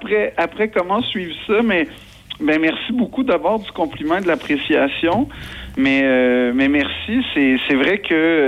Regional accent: Quebec, Canada; accent: Québécois; l'accent, c'est pas une distorsion, c'est que je suis québécois, en fait.

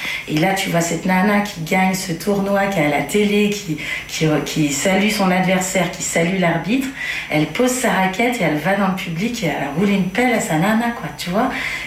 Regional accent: Nouvelle-Aquitaine, France; moved away as an adult; j'ai 40 ans. J'ai grandi dans les Deux-Sèvres, un département dans le Poitou-Charentes.

